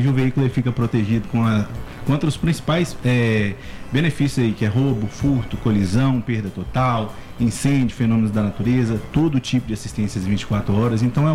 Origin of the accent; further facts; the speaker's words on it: Várzea da Palma, Minas Gerais, Brazil; now in Betim, Brazil; Sou natural de Várzea da Palma, norte de Minas.